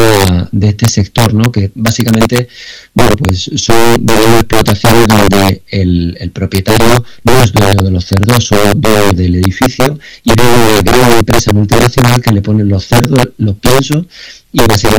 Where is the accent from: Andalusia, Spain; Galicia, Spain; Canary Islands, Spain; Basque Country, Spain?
Andalusia, Spain; Jaén